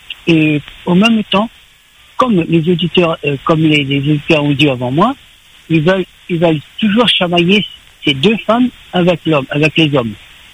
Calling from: Normandy, France; J'appelle de la Normandie.

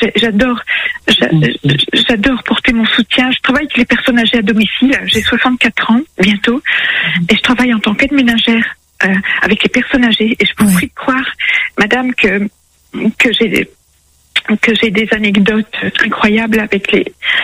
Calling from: Lille, Hauts-de-France, France; J'habite à Lille

